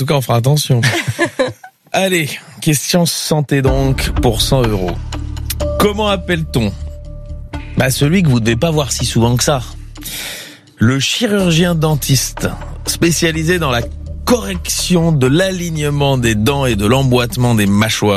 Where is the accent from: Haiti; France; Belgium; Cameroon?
Belgium; Je suis belge.